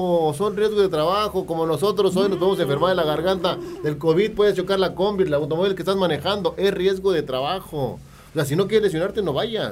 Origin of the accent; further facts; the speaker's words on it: Mexico; Porque somos mexicanos